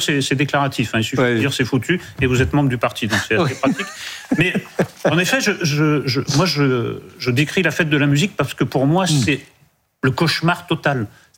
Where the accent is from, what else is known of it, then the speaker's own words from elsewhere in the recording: Bayonne, Nouvelle-Aquitaine, France; also born or lived in Germany / Paris; Moi j'étais à Bayonne, et puis quand j'étais à Paris, moi j'étais vraiment un petit gars de l'Est parisien.